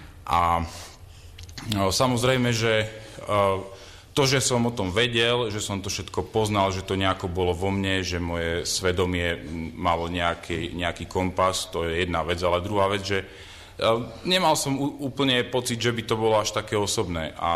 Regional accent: Polomka, Banská Bystrica Region, Slovakia; moved away as an adult; now in England, United Kingdom; Ja pochádzam pôvodne z Polomky, to je tu na, čo by kameňom dohodil od Brezna pri Závadke. Vyrastol som, môžem povedať, vo veriacej katolíckej rodine od malička.

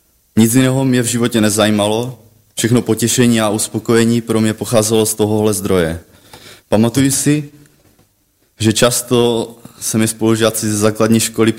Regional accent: Ostrava, Moravian-Silesian Region, Czechia; born there; narodil jsem se v Ostravě do rodiny, kde oba rodiče byli nevěřící a o Bohu se v rodině vůbec nemluvilo

